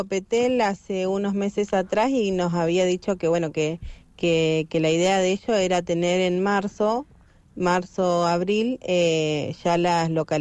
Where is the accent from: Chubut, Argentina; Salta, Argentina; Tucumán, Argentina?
Chubut, Argentina; Paso del Sapo; Sí, soy nacida y criada ahí en Paso del Sapo. Bueno, estuve unos años en Esquel estudiando, pero bueno, volví.